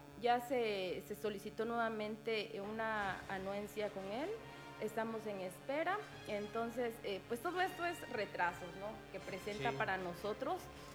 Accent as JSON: {"language": "Spanish", "town": "Chicumul", "region": "Campeche", "country": "Mexico", "said": "yo soy de Chicumul y ella de Sabancuy"}